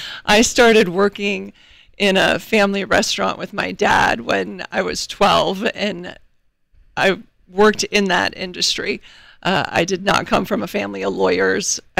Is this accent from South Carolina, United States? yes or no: no; Stanley, Idaho, United States; moved away as an adult; now in Montana, United States; I was raised outside of a little town called Stanley, Idaho. It's about 3 hours south of Missoula with my two younger sisters. We were snowed in the wintertime